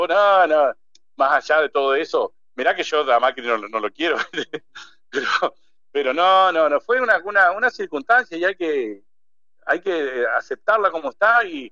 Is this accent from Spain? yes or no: no; Argentina